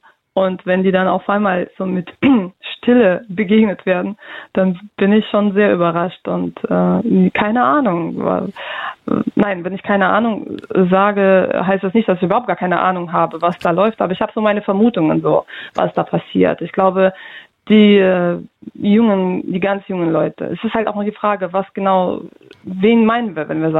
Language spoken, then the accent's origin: German; Russia; now in Germany; ich komme aus Russland